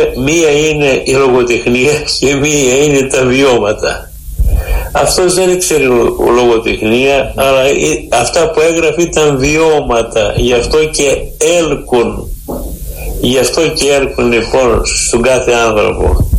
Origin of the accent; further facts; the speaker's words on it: Greece; σαν Έλληνες, σαν χριστιανοί